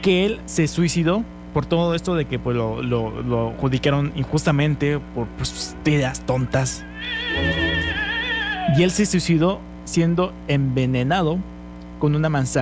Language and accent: Spanish; Sinanché, Yucatán, Mexico; born there; moved away